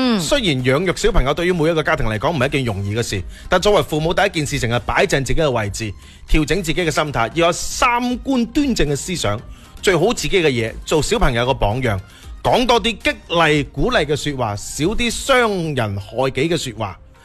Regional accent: Guangdong, China; 我哋广东人

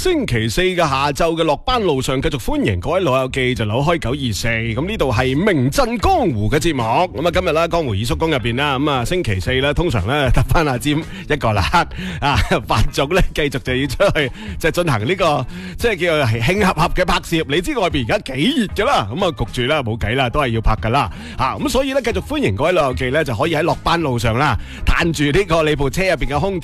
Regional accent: Guangdong, China; 我哋广东人

